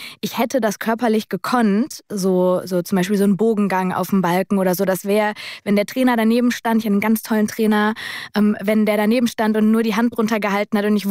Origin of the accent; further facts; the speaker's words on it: North Rhine-Westphalia, Germany; born there; Wir sind ja so im Schalker Einzugsgebiet geboren.